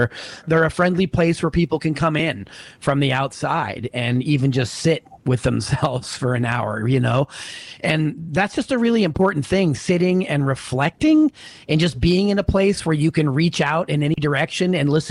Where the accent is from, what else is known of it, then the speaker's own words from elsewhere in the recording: Pennsylvania, United States; even in my hometown, they were closing in Western Pennsylvania.